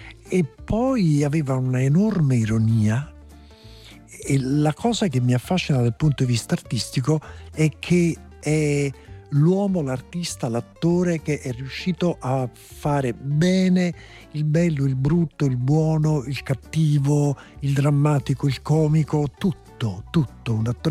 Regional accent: Naples, Campania, Italy; io essendo l'unico, per quanto giovane, ma l'unico napoletano del cast

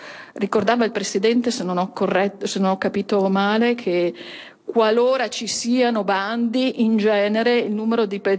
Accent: Veneto, Italy; accent: Venetian; Vengo dal Veneto, lo dice il mio accento

